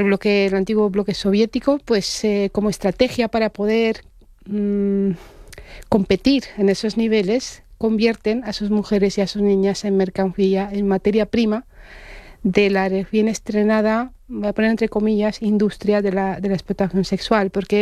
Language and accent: Spanish; Romania; born there; Spanish is a second language; porque yo nací en Rumanía, en el seno de una familia de clase obrera. En los últimos años de la Guerra Fría.